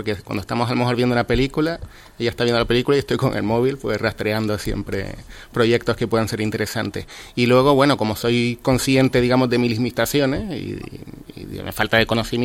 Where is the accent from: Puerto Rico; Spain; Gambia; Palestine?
Spain; Las Palmas de Gran Canaria, Canary Islands; tanto en Gran Canaria como Tenerife, yo soy de Las Palmas, pero por trabajo vivo entre las dos islas